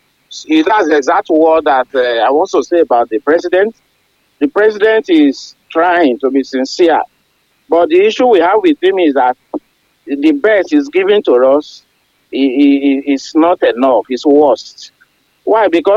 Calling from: Ibadan, Oyo, Nigeria; I'm calling from Ibadan.

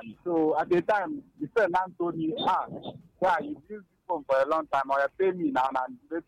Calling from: Enugu, Enugu State, Nigeria; I'm calling from Enugu.

